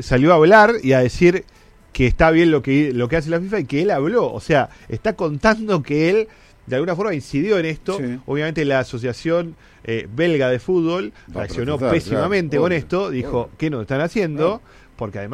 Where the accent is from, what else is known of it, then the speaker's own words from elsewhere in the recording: Argentina; una situación rara para nosotros como argentinos